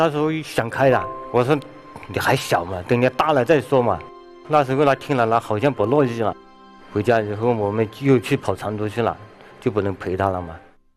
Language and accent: Chinese; Guizhou, China; 这是我的妻子。我来自贵州